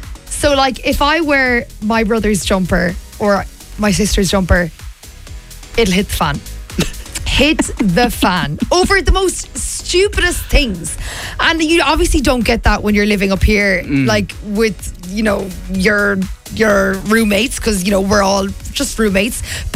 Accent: Limerick, Munster, Ireland; now in Dublin, Ireland; I live up in Dublin, I'm from Limerick

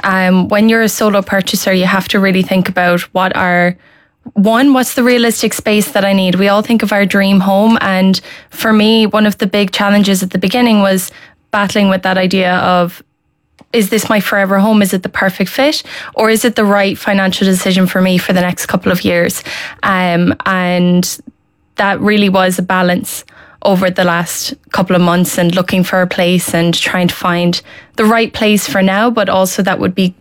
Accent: Cork, Munster, Ireland; now in Dublin, Ireland; I'm originally from Cork.

